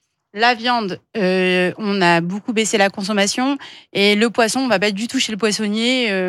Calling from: Marseille, Provence-Alpes-Côte d'Azur, France; J'habite à Marseille

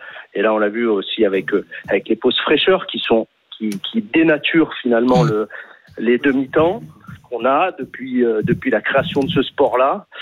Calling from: Brive-la-Gaillarde, Nouvelle-Aquitaine, France; je suis à Brive et je suis golfeur

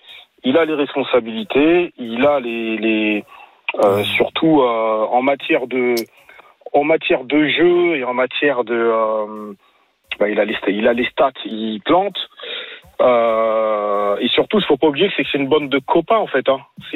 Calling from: Fresnes, Île-de-France, France; Moi, je vous appelle de Fresnes.

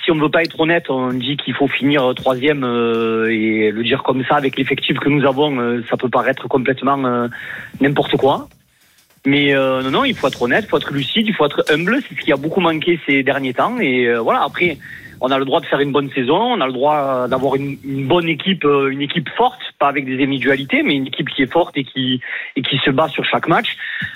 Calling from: Arles, Provence-Alpes-Côte d'Azur, France

